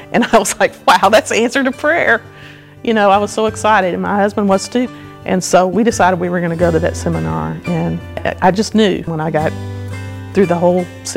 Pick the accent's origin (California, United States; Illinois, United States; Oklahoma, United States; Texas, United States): Texas, United States; Houston; moved away as an adult; also born or lived in Midland, Texas / Detroit, Michigan; I'm originally from Houston, Texas. We lived in Midland for about 14, 15 years.